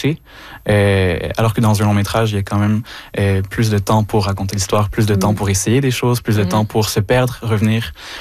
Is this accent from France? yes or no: no; Longueuil, Quebec, Canada; born there; chez nous, à Saint-Hubert, proche de Longueuil.